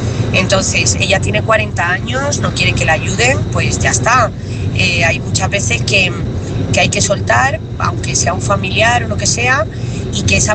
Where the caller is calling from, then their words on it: Talavera de la Reina, Castilla-La Mancha, Spain; corresponsal de Talavera.